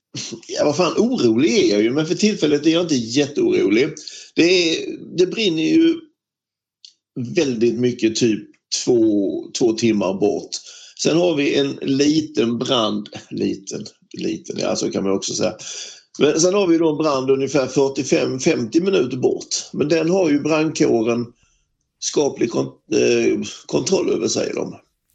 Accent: Sweden; now in Serradilla, Spain; nu är jag hemma i Sverige för tillfället, men jag snackar ju med mina grannar där i Serradilla minst en gång om dagen, gärna 2.

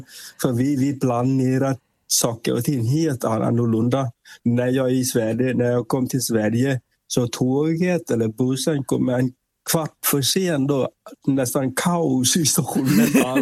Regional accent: Vietnam; Swedish is a second language; han jobbar då i huvudstad Hanoi, och sen jag kommer från Milestra området.

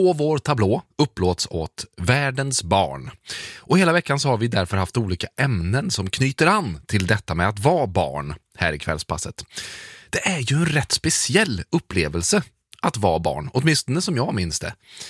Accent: Munkfors, Värmland, Sweden; Det fanns ju inga i Munkfors där jag växte upp.

